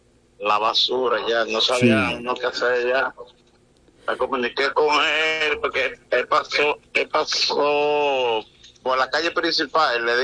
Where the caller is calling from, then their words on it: La Vega, Dominican Republic; Soy de parte de Juan Quesada aquí en La Mara.